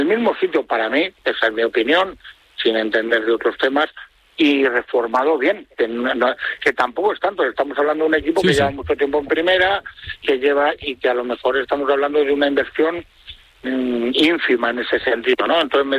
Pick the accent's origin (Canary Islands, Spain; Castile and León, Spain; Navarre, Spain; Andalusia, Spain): Castile and León, Spain; Valladolid; yo soy pucelano y blanquivioleta de Valladolid, moriré siendo así